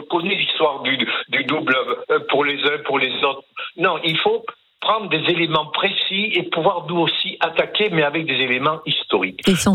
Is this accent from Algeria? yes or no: yes; Algeria; born there; Et je suis né en Algérie parce que mon père fuit en Algérie.